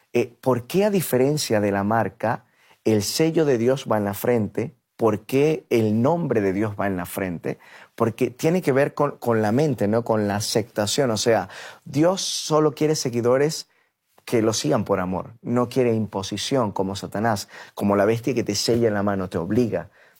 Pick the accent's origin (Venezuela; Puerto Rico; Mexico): Venezuela; now in Spain; Un venezolano, por ejemplo, como es mi caso